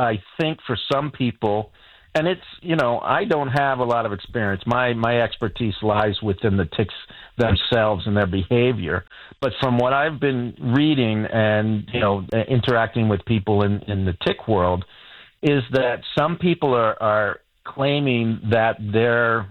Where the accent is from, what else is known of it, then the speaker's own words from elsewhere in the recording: Washington, Maryland, United States; I grew up in the in Maryland, in the Washington, D.C. area.